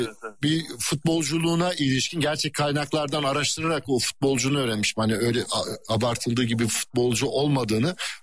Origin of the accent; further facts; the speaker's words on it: Çorum, Turkey; Tamam, Çorumluyum ama gönlüm Erok Spor'dan yana.